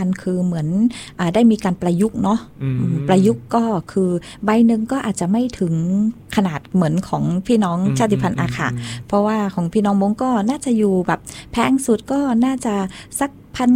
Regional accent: Nan, Thailand; born or raised there

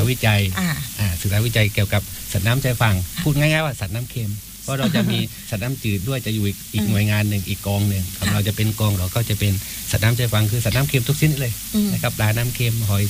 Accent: Krabi, Thailand; now in Phang Nga, Thailand; ผมเป็นคนกระบี่

